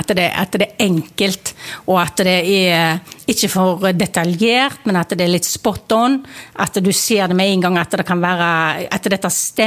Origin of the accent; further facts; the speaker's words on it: Haugesund, Rogaland, Norway; Det er hjemme på Haugå.